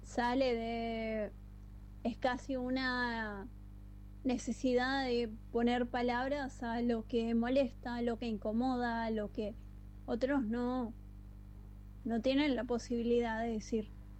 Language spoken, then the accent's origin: Spanish; Corrientes, Argentina; born there; now in Río Grande, Argentina; hasta Corrientes, donde nací. Porque como muchos fueguinos, yo también soy de otro lado. Soy fueguina por adopción.